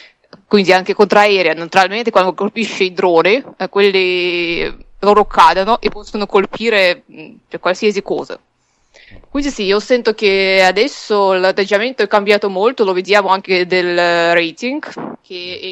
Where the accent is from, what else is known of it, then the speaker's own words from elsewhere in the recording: Moscow Oblast, Russia; moved away; nella mia città natale, che sta nella regione di Mosca